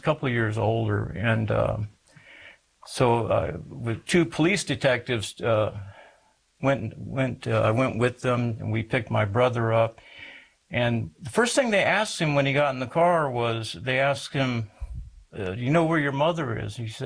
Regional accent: San Antonio, Texas, United States; born there; I was born in San Antonio, Texas

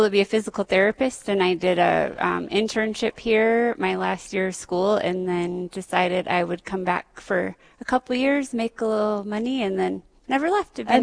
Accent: Fargo, North Dakota, United States; moved away; my faith has always been pretty important to me, and so growing up in Fargo

